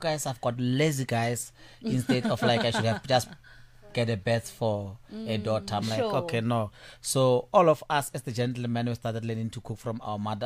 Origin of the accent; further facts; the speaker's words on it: Bekkersfort, Limpopo, South Africa; I've got into this space as … from Bekkersfort in Limpopo.